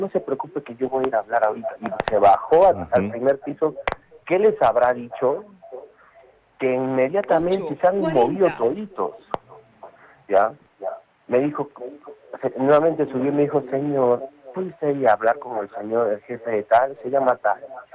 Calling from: Arequipa, Peru; yo como arequipeño tengo que hacer algo usual para todos.

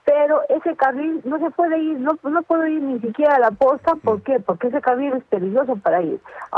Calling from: Arequipa, Peru; Soy una poblada de Miegrao

